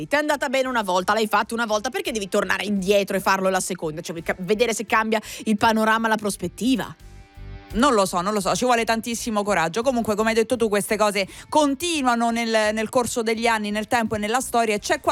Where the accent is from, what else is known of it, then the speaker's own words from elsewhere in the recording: Lazio, Italy; anche qui da queste parti, anzi dalle mie parti esattamente, un po' fuori Roma, nel lago di Bracciano